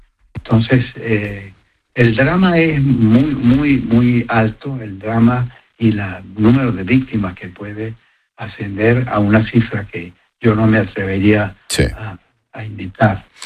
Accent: Venezuela; moved away; Por supuesto que somos los venezolanos los que lo sufrimos.

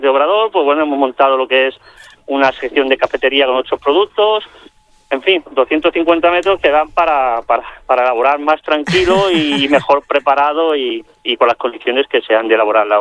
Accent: Extremadura, Spain; moved away as an adult; also born or lived in Barcelona; son 25 años lo que me he pasado en Barcelona y después de 25 años pues me vuelvo a mi tierra, a Extremadura, donde está toda mi familia.

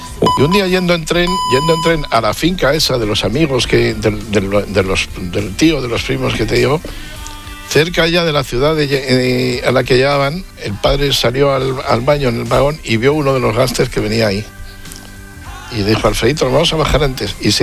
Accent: Buenos Aires, Argentina; Entonces allí, cuando era chaval, caían por Buenos Aires algunos ítalo-norteamericanos que venían quemados de gángsters y se instalaban

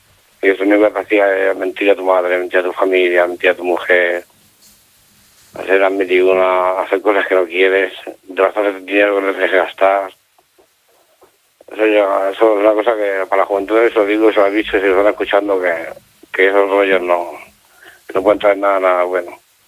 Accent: Lleida, Catalonia, Spain; yo soy de Lleida, me había estrenado una chica y aquí lo dejé todo.

